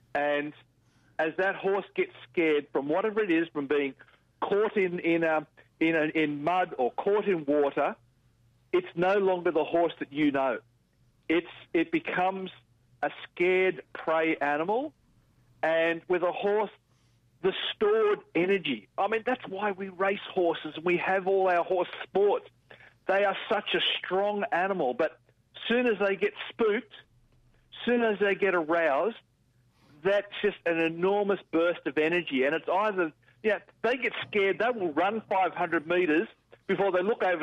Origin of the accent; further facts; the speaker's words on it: New South Wales, Australia; I have been doing rescue in my little patch for over 40 years. So I'm from New South Wales. So I'm in an area northwest of Sydney called the Hawkesbury.